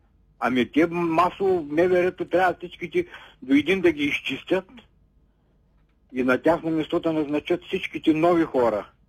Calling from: Karnobat, Burgas Province, Bulgaria; Кърнобат.

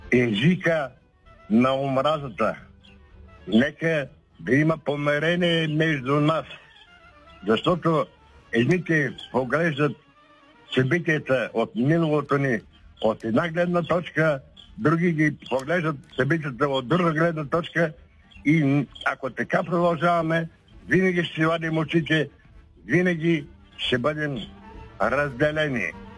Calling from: Sofia, Sofia City, Bulgaria; от София съм.

